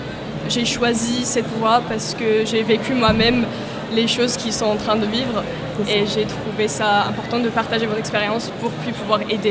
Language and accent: French; Georgia; moved away as an adult; now in Rennes, France; Oui, je viens de Géorgie et c'est ma troisième année sur Rennes.